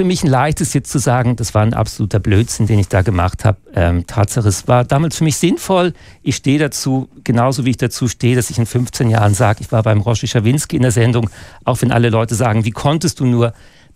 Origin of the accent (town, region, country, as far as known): Germany; moved away as an adult; now in Switzerland